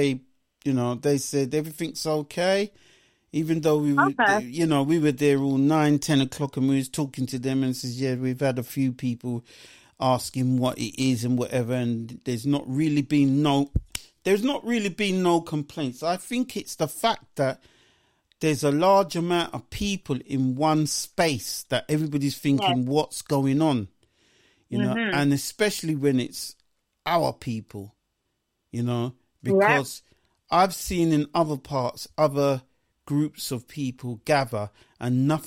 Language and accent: English; London, United Kingdom; I'm going to go to my hometown of Hacktown, Clapton, where I was born.